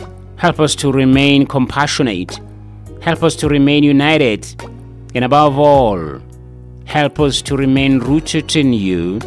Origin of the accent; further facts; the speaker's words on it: Lesotho; My fellow countrymen and women